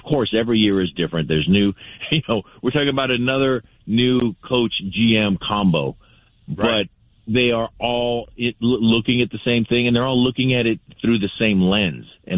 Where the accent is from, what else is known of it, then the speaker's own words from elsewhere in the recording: Barstow, California, United States; I was going to Raider games in the late 80s on a credential when I was in junior college for my hometown newspaper, the Barstow Desert Dispatch.